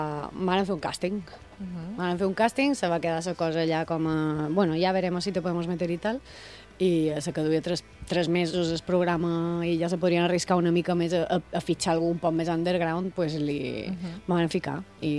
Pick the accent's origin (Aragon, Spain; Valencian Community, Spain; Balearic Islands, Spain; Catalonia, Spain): Balearic Islands, Spain; Som els mallorquins.